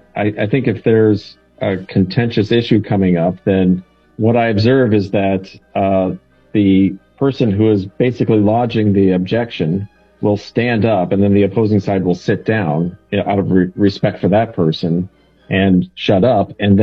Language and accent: English; United States; as an American practitioner